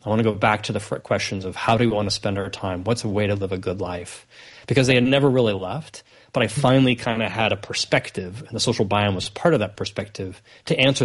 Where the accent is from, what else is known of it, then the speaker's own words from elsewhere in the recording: Topeka, Kansas, United States; moved away as an adult; So I grew up in Kansas. I was born and raised in Topeka, Kansas.